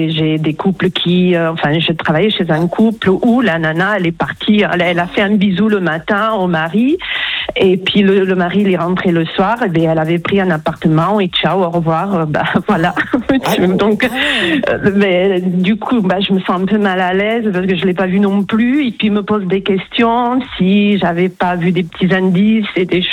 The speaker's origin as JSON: {"language": "French", "town": "Toulouse", "region": "Occitanie", "country": "France", "said": "Alors, je suis de Toulouse, au soleil."}